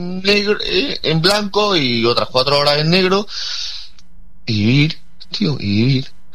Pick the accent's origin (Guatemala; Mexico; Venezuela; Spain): Spain; O sea, ¿qué hacemos? ¿Qué somos los españoles?